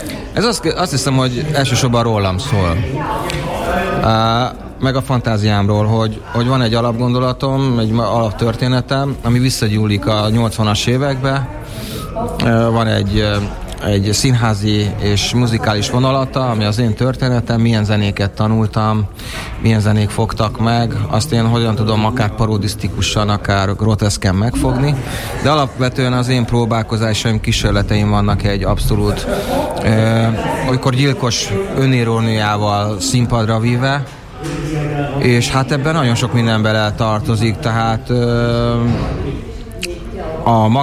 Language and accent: Hungarian; Budapest, Hungary; now in Austria; Érdekes, mert a legutolsó előadásom otthon Budapesten az ilyen stand-up jellegű volt